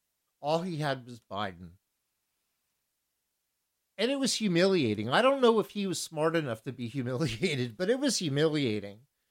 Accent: Philadelphia, Pennsylvania, United States; I'm from the Philadelphia area, and my whole family is actually from Philadelphia.

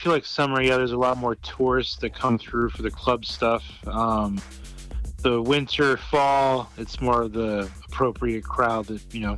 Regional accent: Portland, Oregon, United States; I like my hometown.

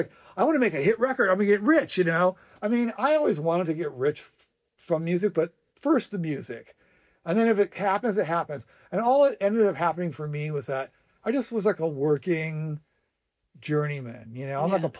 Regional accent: United States; I'm American.

